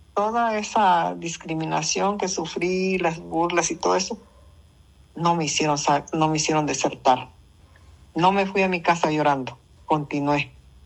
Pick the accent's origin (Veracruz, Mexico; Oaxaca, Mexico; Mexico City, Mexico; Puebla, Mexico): Oaxaca, Mexico; Pinotepa Nacional; yo estudié en la ciudad de Pinotepa, yo vivo en el Cirilo, no me casé para acá, pero yo de niña estudié ahí en Pino.